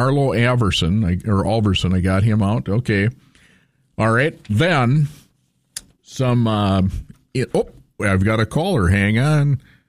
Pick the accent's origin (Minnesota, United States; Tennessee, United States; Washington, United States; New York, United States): Minnesota, United States; Oh, we're from Minnesota.